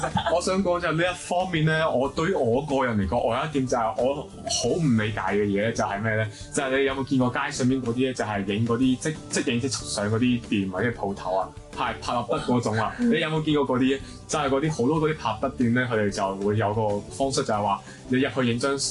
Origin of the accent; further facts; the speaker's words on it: Macau; 因為我是澳門人啦，